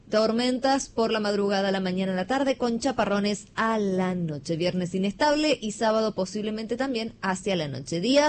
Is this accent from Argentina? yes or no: yes; Argentina; eso que nos identifica como argentinos